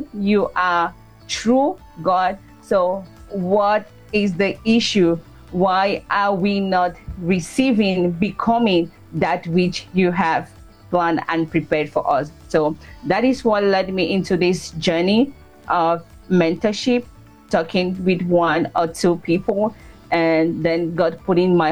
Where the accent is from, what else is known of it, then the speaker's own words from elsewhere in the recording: Cameroon; now in Philippines; So that is how I moved from Cameroon to the Philippines. I've been here for 10 years now.